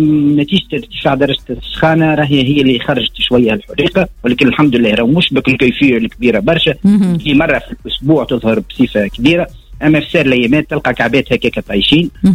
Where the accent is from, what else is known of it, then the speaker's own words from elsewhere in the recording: Rejiche, Mahdia Governorate, Tunisia; born there; now in Ben Arous, Tunisia; انا بحكم خنتي مانيش مقيم برشا في رجيش.